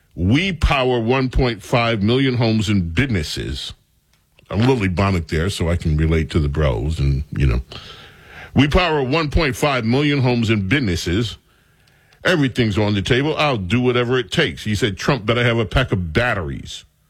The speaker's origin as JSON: {"language": "English", "town": "St. Albans", "region": "New York", "country": "United States", "tie": "born or raised there", "said": "When I was growing up in St. Albans, Queens, New York, part of Jamaica, New York, we used to go play basketball."}